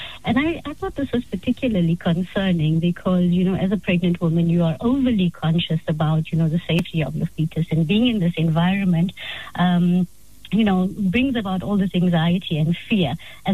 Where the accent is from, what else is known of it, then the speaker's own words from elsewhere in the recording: Kokstad, KwaZulu-Natal, South Africa; now in Pretoria, South Africa; I'm actually from a very rural, small place in KZN, in Transkei, actually called Kokstad. We moved to Pretoria.